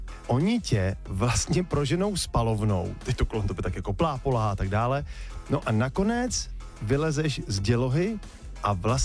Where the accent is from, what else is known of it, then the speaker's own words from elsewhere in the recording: Most, Ústí nad Labem Region, Czechia; dám vám pár adres u nás v Mostě, zastavte se tam, jenom se projdete.